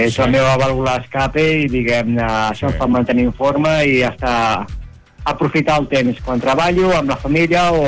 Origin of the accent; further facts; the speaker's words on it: Barcelona, Catalonia, Spain; now in Moià, Spain; Bueno, de Barcelona, però bueno, fa 4 anys que vivim al Moianès, a Moià.